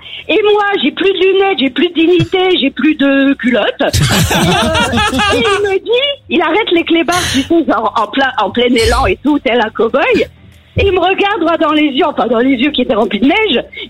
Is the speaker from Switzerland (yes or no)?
no; Vigneux-sur-Seine, Île-de-France, France; Je suis du 91 de Vigneux-sur-Seine.